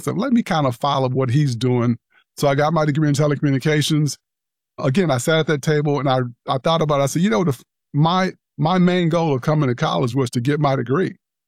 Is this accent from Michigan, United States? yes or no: yes; East Lansing, Michigan, United States; I'm from Lansing. I grew up in East Lansing. It's right next to me.